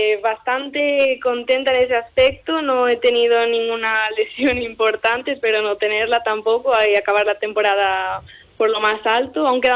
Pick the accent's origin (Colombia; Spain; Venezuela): Spain; Xinzo de Limia, Galicia; representar a mi pueblo por todo lo alto